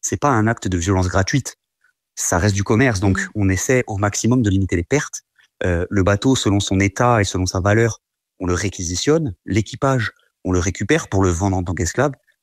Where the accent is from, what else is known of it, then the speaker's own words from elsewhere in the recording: Corsica, France; chez nous en Corse.